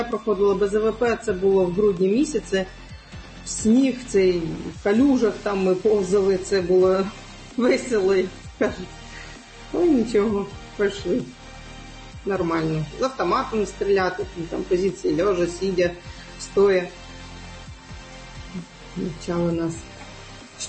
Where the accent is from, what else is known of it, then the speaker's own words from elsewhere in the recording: Crimea, Ukraine; Я кримська татарка, ми мусульмані всі.